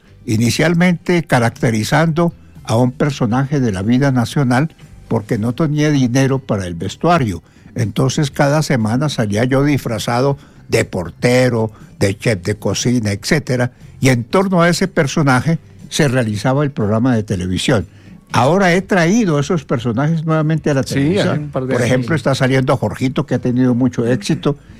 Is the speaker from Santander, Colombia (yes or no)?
no; Ibagué, Tolima, Colombia; Hombre, el Show de las Estrellas nace en Ibagué, mi tierra natal.